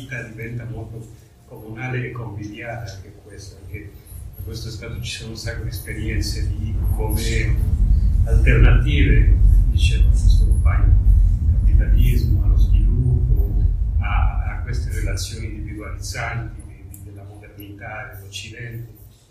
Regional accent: Mexico; Italian is a second language; Io vengo dal Messico e lì la realtà, diciamo, nordamericana degli Stati Uniti è molto presente

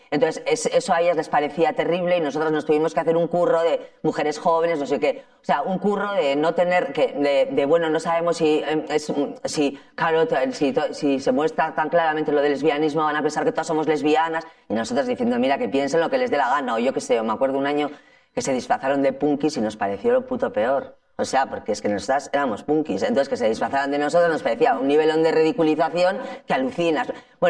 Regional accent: Ermua, Basque Country, Spain; Eso es mi pueblo, en Ermua, ¿eh?

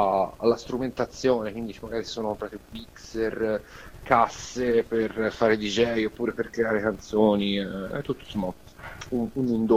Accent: Montemurlo, Tuscany, Italy; Io sono di Prato, nello specifico Montemurlo

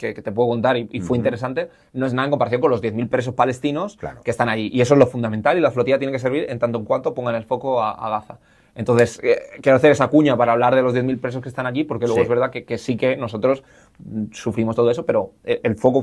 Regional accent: Salamanca, Castile and León, Spain; Yo que soy de Salamanca, pues me salió la vena charra

